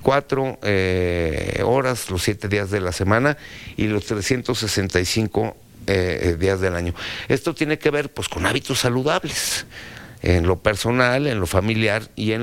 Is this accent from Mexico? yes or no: yes; Mexico